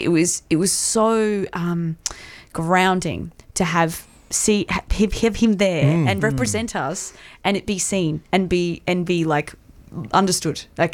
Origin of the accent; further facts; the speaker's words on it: Australia; a privileged position as an Australian musician that we have in that way